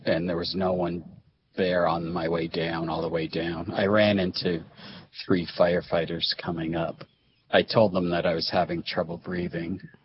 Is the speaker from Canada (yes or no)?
yes; Canada; moved away as an adult; I'm a Canadian. I was living and working in New York. I lived in New Jersey.